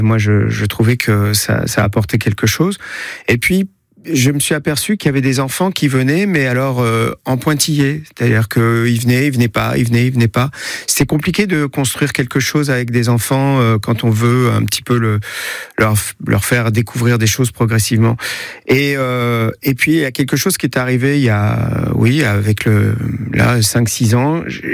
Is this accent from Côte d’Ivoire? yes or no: no; Paris, Île-de-France, France; moved away as an adult; now in Saint-Césaire-de-Gauzignan, France